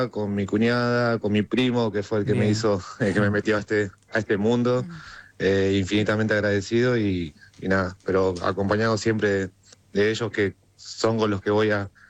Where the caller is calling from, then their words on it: Florencio Varela, Buenos Aires Province, Argentina; yo soy de Florencio Varela